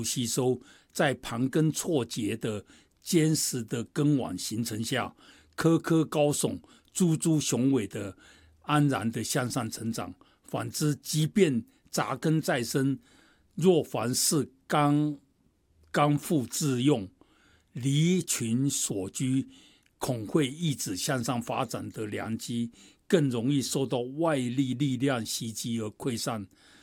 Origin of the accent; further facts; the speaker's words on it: China; 我觉得就是我们中国人讲团结的故事嘛